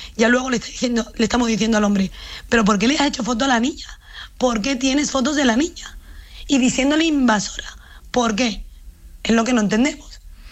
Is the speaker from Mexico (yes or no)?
no; Ceuta, Spain; Los vecinos de Ceuta, como están acostumbrados a esto, sí que es verdad que no lo saben perfectamente. Somos iguales. Esta tierra nos duele a todos los ceutíes.